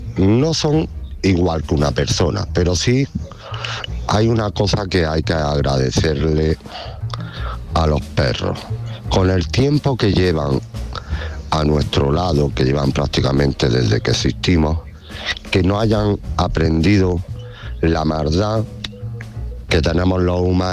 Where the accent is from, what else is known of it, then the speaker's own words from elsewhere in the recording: Cádiz, Andalusia, Spain; soy de Cádiz y del pueblo libro de Alpujarra de la Sierra.